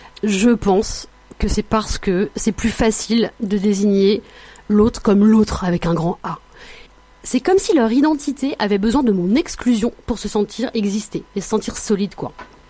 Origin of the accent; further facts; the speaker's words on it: Île-de-France, France; Moi, perso, j'ai grandi en Seine-et-Marne. Le 7-7, comme j'aime le dire. Alors, pas Paris, hein. Jamais Paris, la banlieue. Le champ pas si loin, le RER, Mickey, tout ça.